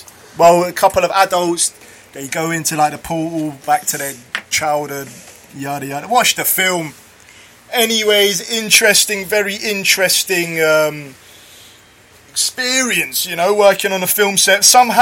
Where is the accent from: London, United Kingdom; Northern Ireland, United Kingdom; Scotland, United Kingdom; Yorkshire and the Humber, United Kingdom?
London, United Kingdom; I was born in London, born and bred North London, near Wood Green